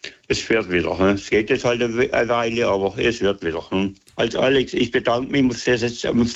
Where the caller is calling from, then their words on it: Lahr, Baden-Württemberg, Germany; ich bin aus Lahr.